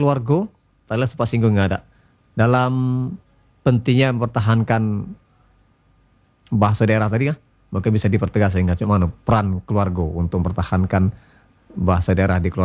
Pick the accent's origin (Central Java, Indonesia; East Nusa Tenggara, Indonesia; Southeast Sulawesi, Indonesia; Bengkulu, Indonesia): Bengkulu, Indonesia; Kaur; di dusun kami Kaur